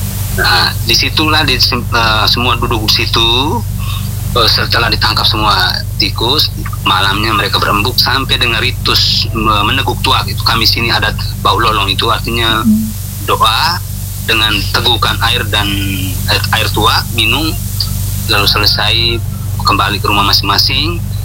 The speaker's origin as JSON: {"language": "Indonesian", "region": "East Nusa Tenggara", "country": "Indonesia", "said": "kami orang Lamaholot khususnya Witiam Adonara"}